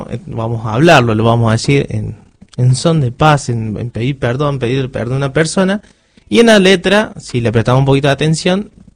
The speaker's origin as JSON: {"language": "Spanish", "region": "San Luis", "country": "Argentina", "also_born_or_lived": "La Pampa", "moved": "yes"}